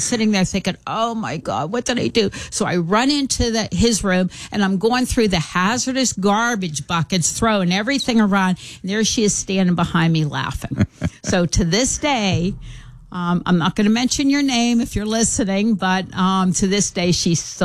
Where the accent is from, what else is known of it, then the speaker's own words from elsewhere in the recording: Pennsylvania, United States; accent: Pittsburgh; now in Sharon, United States; I'm actually from the North Hills.